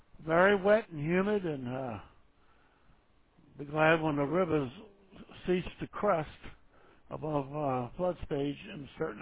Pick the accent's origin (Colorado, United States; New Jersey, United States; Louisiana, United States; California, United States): Louisiana, United States; New Orleans; moved away as an adult; now in Amite, Louisiana, United States; about 50 miles north of New Orleans. I was raised in New Orleans and moved out here to the country.